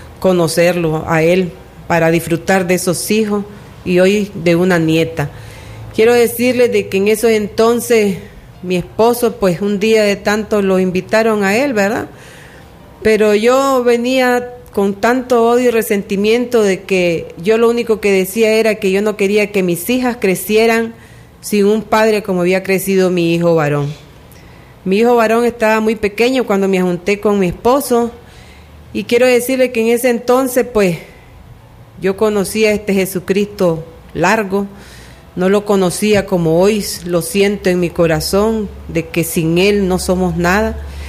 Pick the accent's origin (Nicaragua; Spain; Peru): Nicaragua; Camoapa, Boaco; vengo de la ciudad de Camuapa